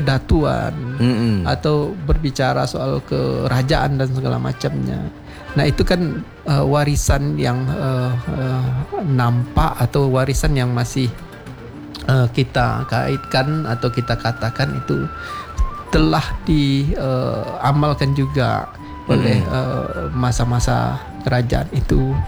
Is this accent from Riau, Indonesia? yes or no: yes; Siak, Riau, Indonesia; kalau di Siak ini kan banyak makam-makam yang tua juga, termasuk di kampung saya